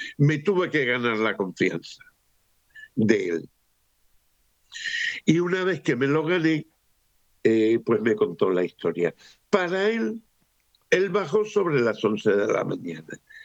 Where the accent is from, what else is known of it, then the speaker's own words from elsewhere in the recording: Cádiz, Andalusia, Spain; now in Chiclana de la Frontera, Spain; Yo vivo, soy de Cádiz, pero vivo en Chiclana, al lado está Conil, después Vejer y Barbate.